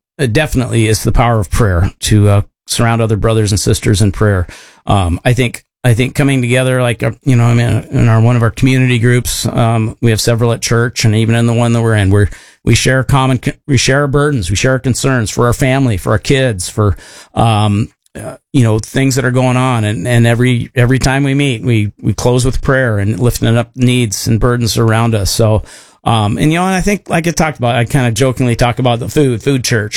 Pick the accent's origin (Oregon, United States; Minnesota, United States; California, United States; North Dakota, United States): North Dakota, United States; Harvey; also born or lived in Seattle; I remember about 4 years old, I remember moving out from the Seattle area to a little tiny town called Harvey, North Dakota.